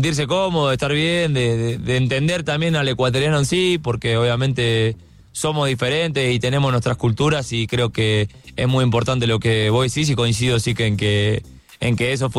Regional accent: Argentina; moved away as an adult; now in Ecuador; Yo soy muy argentino, yo siempre lo digo. Yo extraño mucho a mi país porque la verdad que soy muy de allá, ¿viste?

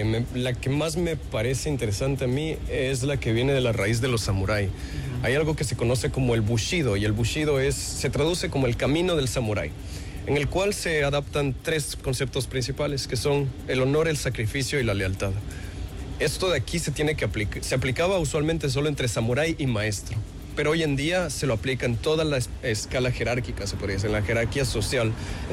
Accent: Santo Domingo, Santo Domingo de los Tsáchilas, Ecuador; now in Japan; Yo soy de una familia que en realidad no viene de unos recursos muy altos. De hecho, vengo de Santo Domingo

